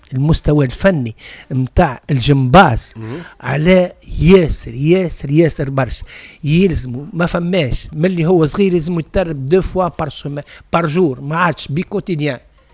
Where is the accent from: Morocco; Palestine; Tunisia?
Tunisia; Sfax, Sfax Governorate; أنا ولد نهر الجزيرة باب الفن باب الزيرة وباب ناس سيدي منصور وحومتي هذيك كل شيء